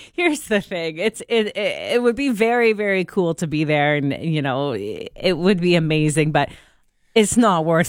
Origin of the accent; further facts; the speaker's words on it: British Columbia, Canada; I'm from the Lower Mainland